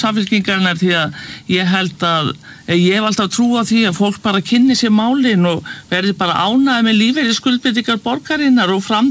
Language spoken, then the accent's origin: Icelandic; Reykjavík, Capital Region, Iceland; en ég hef aldrei skilið það sem Breiðhyltingur.